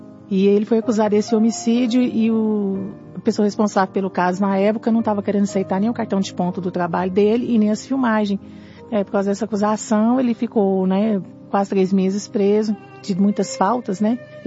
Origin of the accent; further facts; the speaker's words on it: Goiânia, Goiás, Brazil; sou da cidade de Goiânia.